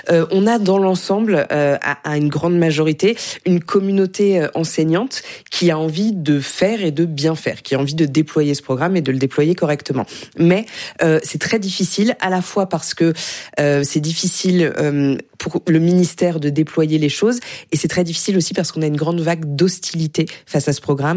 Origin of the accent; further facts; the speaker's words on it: France; Et bien sûr que même chez nous, en France, ça a des conséquences